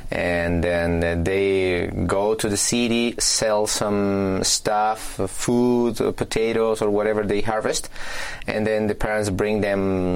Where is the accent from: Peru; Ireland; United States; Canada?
Peru; Cusco; I was born in Cusco City, but I passed my first years with my mother in the countryside. She was a teacher. She is retired, and so that's where I learned the Quechua